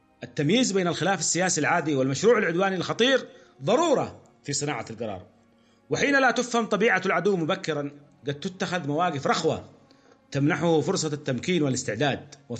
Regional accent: Yemen; عندنا في اليمن نرى ذلك

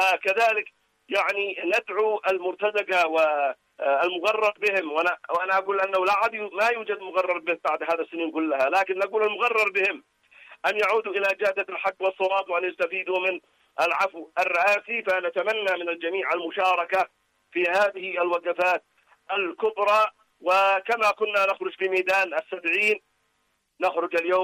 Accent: Yemen; لا بد علينا كيمنيين أن نتوحد،

